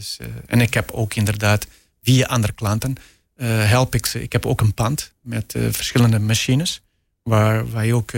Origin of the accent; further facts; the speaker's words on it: Portugal; Dutch is a second language; now in Netherlands; Nou, gelukkig is van hier naar Portugal vliegen is